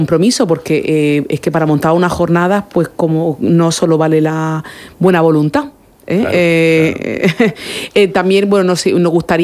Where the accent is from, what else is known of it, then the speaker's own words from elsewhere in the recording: Murcia, Region of Murcia, Spain; cuando nos conocimos hace años, pues dijo, yo soy de Murcia